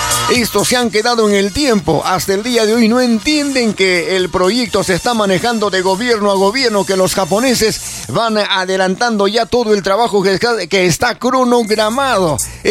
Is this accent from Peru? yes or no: yes; Arequipa, Peru; la situación que estamos enfrentando, por ejemplo, los arequipeños en función de cómo se mueve la economía en Arequipa.